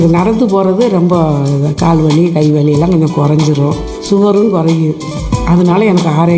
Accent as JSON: {"language": "Tamil", "region": "Puducherry", "country": "India", "tie": "born there", "moved": "as an adult", "lives_now": "Pamban, India", "said": "இது வந்து எங்கள் சொந்த ஊர் பாண்டிச்சேரியிலேருந்து எங்கள் வீட்டுக்காருக்கு முடியலை, அதனால நாங்கள் இங்கே வந்தோம்."}